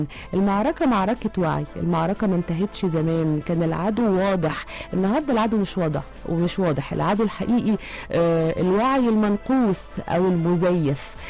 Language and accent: Arabic; Egypt; كمان زي أي مواطن مصري منكم